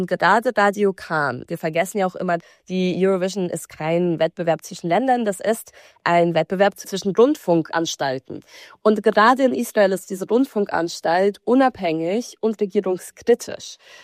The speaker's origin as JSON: {"language": "German", "country": "Belarus"}